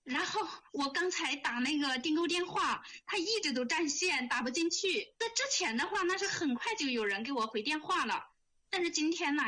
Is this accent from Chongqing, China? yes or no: no; Hunan, China; 我是湖南的。